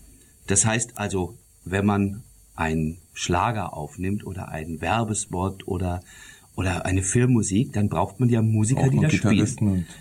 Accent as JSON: {"language": "German", "town": "Detmold", "region": "North Rhine-Westphalia", "country": "Germany", "also_born_or_lived": "Munich", "moved": "as an adult", "said": "ich stamme eigentlich aus Nordrhein-Westfalen, aus Lippe-Detmold. Oh. Das ist eine Stadt, die ist ungefähr vergleichbar mit Eisenach. Die ist so klein, liegt im Teutoburger Wald"}